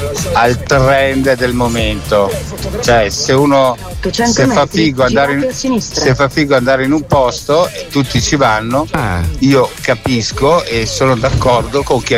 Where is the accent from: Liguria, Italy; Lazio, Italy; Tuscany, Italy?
Liguria, Italy; now in Treviso, Italy; Beh, essendo io ligure trasferito qua da 15 anni, posso dirvi che comunque ad esempio dove sono nato e cresciuto io, i prezzi sono sempre stati alti rispetto ad altre località